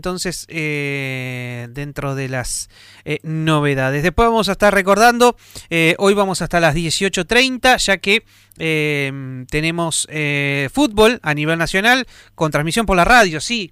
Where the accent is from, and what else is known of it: Argentina